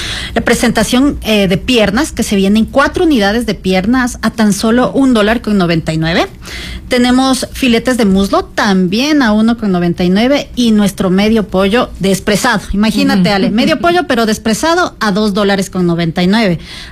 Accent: Ecuador; Entonces, claro, para nosotros como los ecuatorianos también hay un factor también de precio.

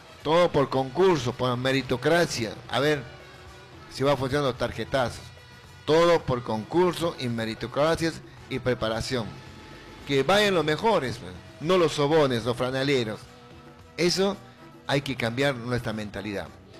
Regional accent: Peru; Como todo peruano, avanzar hacia arriba, no jalar

